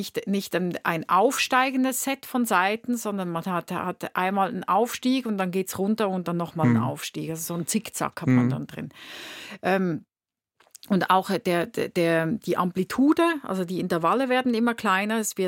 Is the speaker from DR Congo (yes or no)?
no; Winterthur, Zurich, Switzerland; born there; Und es gibt aus meiner Geburtsstadt in Winterthur gibt es eine Stiftung